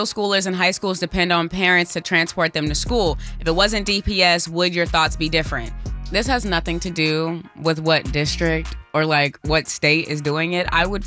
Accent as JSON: {"language": "English", "region": "South Carolina", "country": "United States", "tie": "born or raised there"}